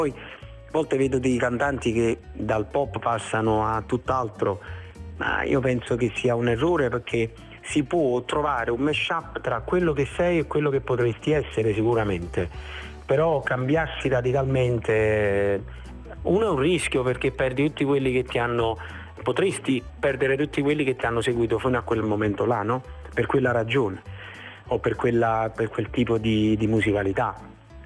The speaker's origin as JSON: {"language": "Italian", "region": "Campania", "country": "Italy", "tie": "born there", "said": "io sicuramente sono nato in un posto meraviglioso, che insomma è la campagna, no?"}